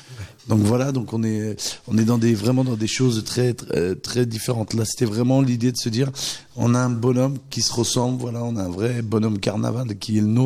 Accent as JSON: {"language": "French", "region": "Pays de la Loire", "country": "France", "tie": "born there", "said": "moi, je suis né dans le Maine-et-Loire"}